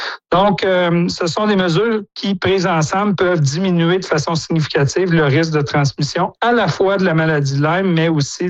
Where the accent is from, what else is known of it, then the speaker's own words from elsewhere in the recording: Quebec, Canada; chez nous au Québec